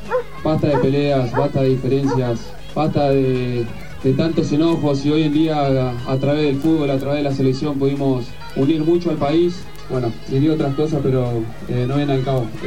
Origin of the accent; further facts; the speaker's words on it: Argentina; Todos somos argentinos y siempre queremos ganar, ¿no?